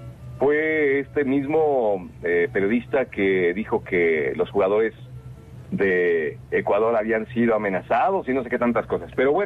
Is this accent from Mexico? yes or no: yes; Mexico; Yo como mexicano reconozco que Argentina tiene un enorme equipo.